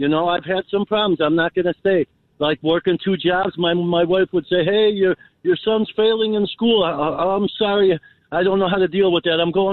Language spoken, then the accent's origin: English; Chicago, Illinois, United States; We have a work ethic here growing up in Chicago. I lived on the northwest side in Portage Park.